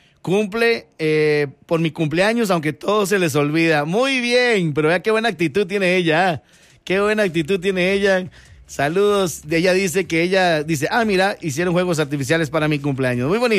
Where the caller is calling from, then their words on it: Paraíso, Cartago, Costa Rica; Yo cumplo, buenos días … de Paraíso de Cartago.